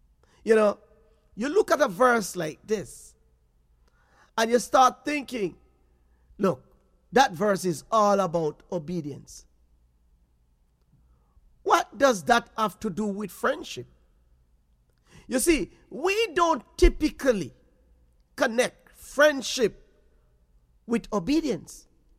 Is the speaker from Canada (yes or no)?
no; Jamaica; as a Jamaican, yes, there are days then we as parents, when our parents was growing up, and we as children, we would listen to the elders in our community